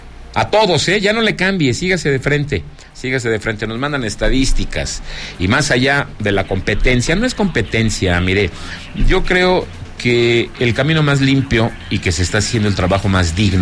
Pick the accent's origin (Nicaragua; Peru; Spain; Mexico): Mexico; Zacatecas; ahí estamos, de mi tierra Zacatecas.